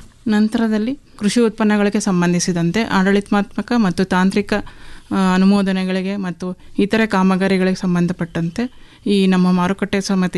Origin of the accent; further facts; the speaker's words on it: Chintamani, Karnataka, India; moved away as an adult; now in Mysore, India; ನನ್ನ ಹುಟ್ಟೂರು ಬಂದು ಆ್ಯಕ್ಚುಲಿ ಚಿಂತಾಮಣಿ ತಾಲೂಕು ಸರ್. ನಾನು ಮದುವೆ ಆಗಿ ಕೊಟ್ಟಿರೋದೆಲ್ಲನೂ ಬೆಂಗಳೂರಲ್ಲಿ.